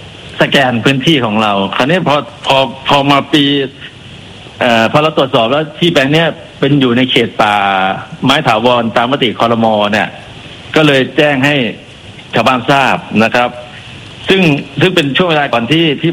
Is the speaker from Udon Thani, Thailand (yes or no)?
yes; Udon Thani, Thailand; คนอุดรธานีครับ